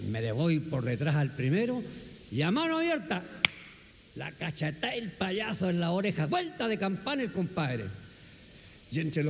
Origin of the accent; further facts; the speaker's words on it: Angol, Araucanía, Chile; now in Santiago, Chile; Nosotros somos de Angol, que estamos ahora parando en Santiago un tiempo, y de tanto en tanto los recuerdos tiran y uno vuelve a la ciudad natal.